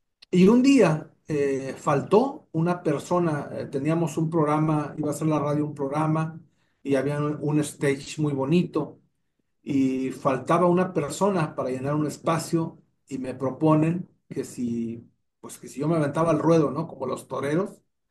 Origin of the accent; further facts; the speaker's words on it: Reynosa, Tamaulipas, Mexico; now in McAllen, United States; Yo soy originario de muy al norte de México, una ciudad que se llama Reynosa, en el estado de Tamaulipas. Pero ya estoy radicado desde hace 38 años en McAllen, Texas. Me vine para los Estados Unidos, como mucha gente que emigramos buscando mejores oportunidades